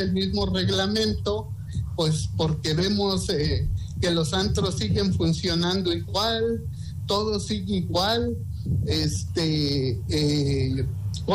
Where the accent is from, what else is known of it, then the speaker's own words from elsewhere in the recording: San Luis Potosí, Mexico; no la vemos los potosinos